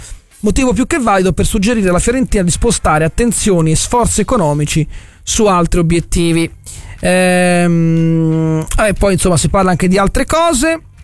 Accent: Tuscany, Italy

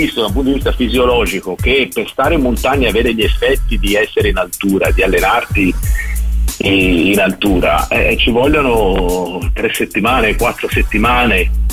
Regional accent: Florence, Tuscany, Italy; La piazza, si sa tutti, sono fiorentino e tipo Fiorentina da sempre

